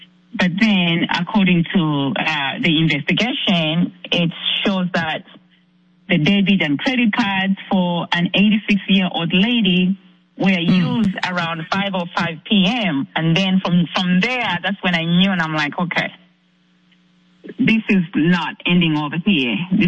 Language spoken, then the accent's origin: English; Zambia; now in United States; I'm not a U.S. citizen. I'm from Zambia, Africa.